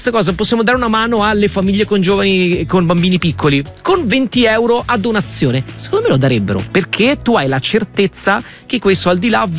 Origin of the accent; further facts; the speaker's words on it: Rome, Lazio, Italy; also born or lived in Padua; noi siamo entrambi di Roma e nelle grandi città, ma anche quando vivevo a Padova